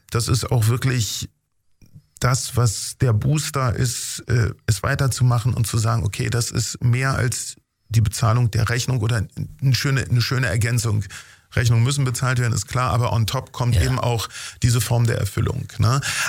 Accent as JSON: {"language": "German", "region": "Berlin", "country": "Germany", "tie": "born there", "said": "Berlin, Spandau."}